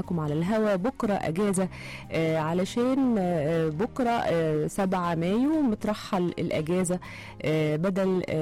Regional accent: Egypt; شخصياتنا كمصريين

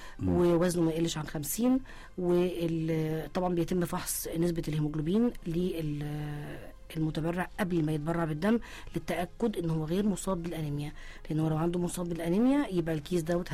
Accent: Egypt; واحنا شعب مصري، احنا كشعب مصري احنا بنتميز بالعاطفه

